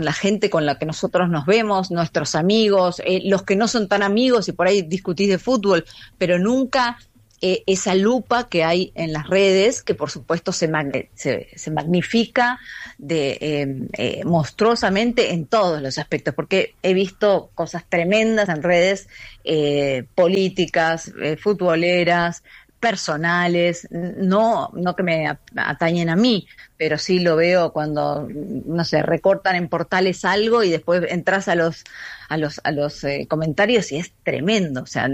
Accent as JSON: {"language": "Spanish", "country": "Argentina", "moved": "yes", "said": "yo cuando me fui de Argentina, en Argentina me fue siempre genial"}